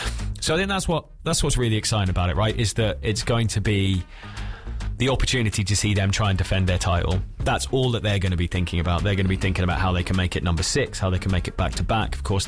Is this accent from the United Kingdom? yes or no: yes; United Kingdom; moved away; I'm too British to do it.